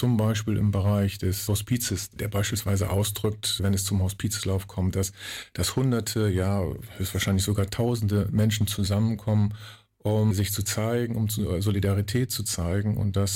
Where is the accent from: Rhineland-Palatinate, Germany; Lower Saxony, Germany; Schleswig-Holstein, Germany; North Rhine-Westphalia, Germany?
Lower Saxony, Germany; Varel; Ich bin Urfahreler, also richtig in Varel geboren, im Jahre 1964 und habe in Varel die Schule besucht, das Gymnasium, bin dort aufgewachsen